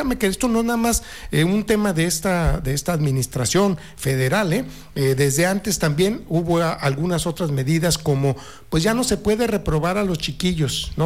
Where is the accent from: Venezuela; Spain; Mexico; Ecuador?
Mexico